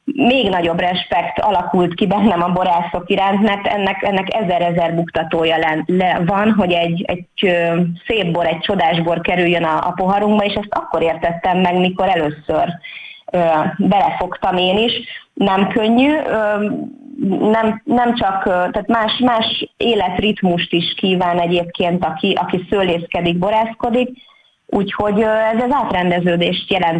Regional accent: Pázmánd, Fejér, Hungary; Igen, én itt születtem Pázmándon, és ugye hagyományosan nem csak az én családomnak, a férjem családjának is, itt a pázmándi embereknek hagyományosan ez a háztáji szőlőművelés

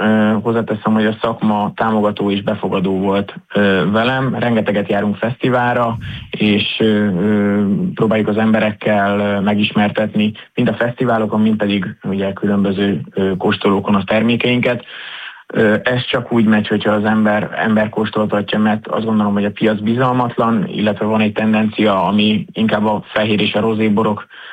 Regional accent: Szekszárd, Tolna, Hungary; Mindannyian szekszárdiak vagyunk.

